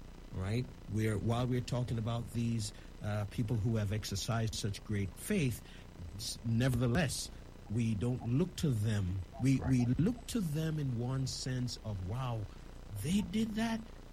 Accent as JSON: {"language": "English", "country": "Jamaica", "tie": "born there", "said": "I'm a Jamaican, if you can figure that out. I was born in Jamaica, yes, and I have not forgotten my dialect either."}